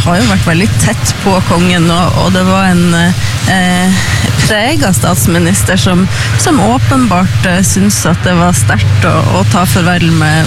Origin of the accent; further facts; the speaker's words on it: Northern Norway, Norway; og snakket om et fjell opp i nord der jeg kommer fra, hvis det er lov å si.